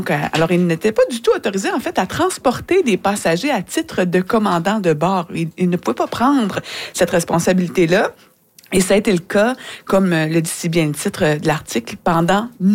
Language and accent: French; Quebec, Canada; Oui, je viens de la Mauricie, mais il y a des histoires-là.